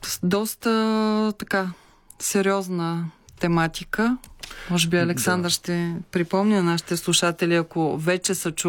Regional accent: Varna, Varna Province, Bulgaria; Аз също съм от Варна, затова се интересувам.

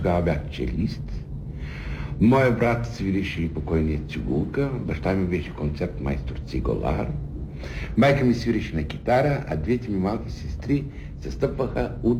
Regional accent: Shumen, Shumen Province, Bulgaria; moved away as an adult; also born or lived in Sofia / Vienna; Аз след гимназията дойдох в София от Шумен

